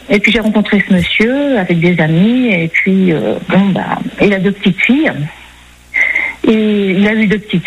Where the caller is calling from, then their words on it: Niort, Nouvelle-Aquitaine, France; j'habite à Niort, dans une petite ville.